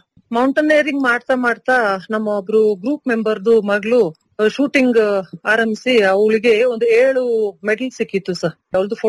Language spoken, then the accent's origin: Kannada; Ammathi, Karnataka, India; ನಾನು ಅಮ್ಮತ್ತಿಯವಳು ಸರ್, ಆನಂದ್ಪುರ ನಾನು ಹುಟ್ಟಿ ಬೆಳೆದಿರೋ ಊರು ಅಮ್ಮತ್ತಿ ಹತ್ರ.